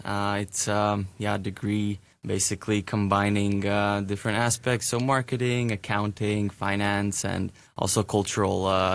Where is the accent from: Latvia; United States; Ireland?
Latvia; I'm right now 24 years old. I come from Latvia, a beautiful country in Eastern Europe.